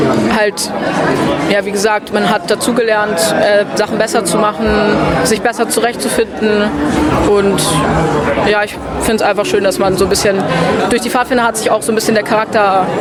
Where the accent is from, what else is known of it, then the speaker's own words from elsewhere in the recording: Norderstedt, Schleswig-Holstein, Germany; Also wir kommen aus Norderstedt, Hamburg.